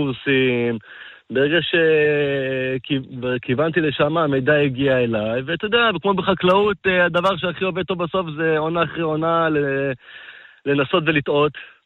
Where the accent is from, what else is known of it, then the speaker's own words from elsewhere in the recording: Tel Aviv, Tel Aviv District, Israel; moved away as an adult; now in Ein Ya'akov, Israel; אני בכלל בא מהעיר הגדולה, מתל אביב